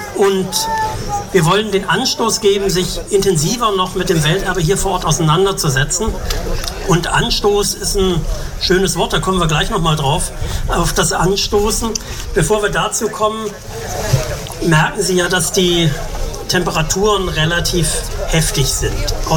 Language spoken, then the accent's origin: German; Worbis, Thuringia, Germany; born there; Der Landrat hat es gerade gesagt, aus Neunspringe, aus der Brauerei Neunspringe in Worbes ist mein Geburtsort.